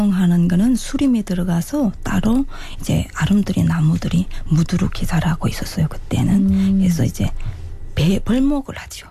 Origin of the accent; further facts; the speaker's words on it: North Hamgyong, North Korea; moved away as an adult; now in South Korea; 남한 정착 1년차 함경북도가 고향인